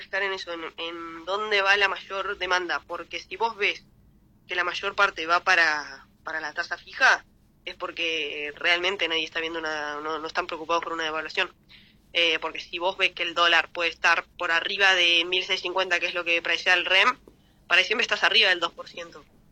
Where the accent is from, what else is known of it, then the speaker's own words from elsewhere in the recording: Argentina; seguimos siendo Argentina